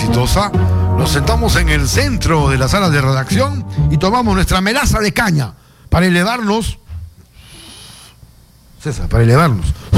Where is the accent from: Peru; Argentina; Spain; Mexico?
Peru